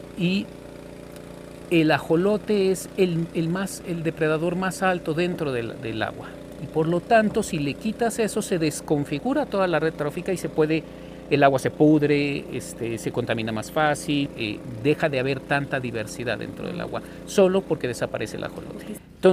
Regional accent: Mexico; ha sido una pieza fundamental para nuestra identidad como mexicanos.

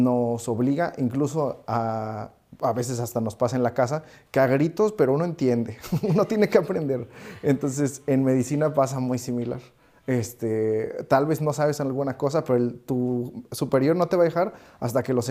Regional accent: Mexico; moved away as an adult; now in Berlin, Germany; para uno como mexicano y acostumbrado a ciudades tan grandes es muy pequeño

